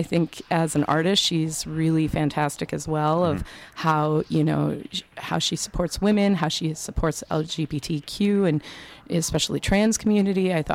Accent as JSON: {"language": "English", "region": "Wisconsin", "country": "United States", "tie": "born there", "also_born_or_lived": "Madison, Wisconsin / Milwaukee, Wisconsin", "said": "My whole life has been back and forth between Madison and Milwaukee. My parents met here. Mm-hmm. I was born in Madison"}